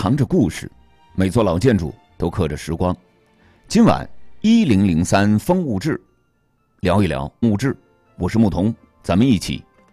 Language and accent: Chinese; Jinzhou, Liaoning, China; 咱们老锦州人